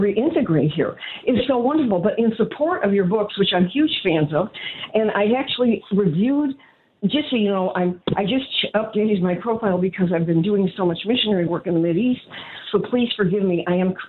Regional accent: Chicago, Illinois, United States; when I grew up in Chicago with all this trauma

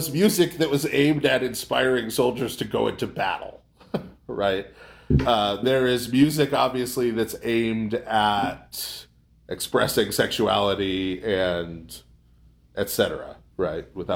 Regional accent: United States; born there; I'm using we in the I was born in America sense.

